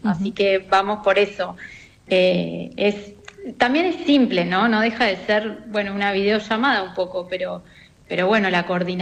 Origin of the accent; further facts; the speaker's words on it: Patagonia, Argentina; yo también me crié en la Patagonia, siempre lejos de las grandes producciones